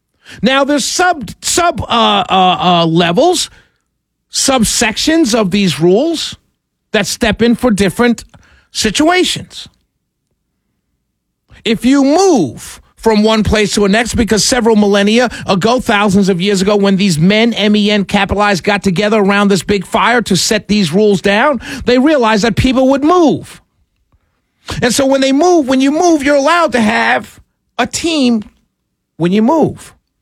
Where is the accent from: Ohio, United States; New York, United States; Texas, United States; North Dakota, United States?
New York, United States; New York City; But I'm from New York City. So my city is now in the NBA championship.